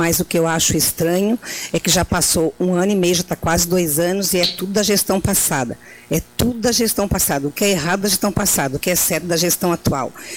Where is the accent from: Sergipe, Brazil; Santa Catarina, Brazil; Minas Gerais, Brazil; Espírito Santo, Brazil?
Santa Catarina, Brazil; Orleans